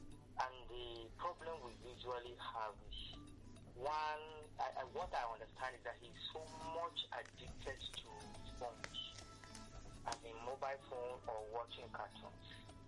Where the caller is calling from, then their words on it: Ikeja, Lagos, Nigeria; calling you from Ikeja.